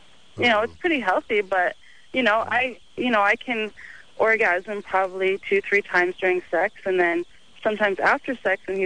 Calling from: Alaska, United States; we're in Utah right now, and we're going back. I'm from Alaska.

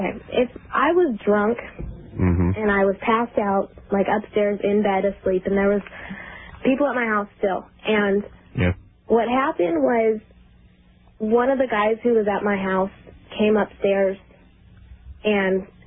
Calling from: California, United States; California.

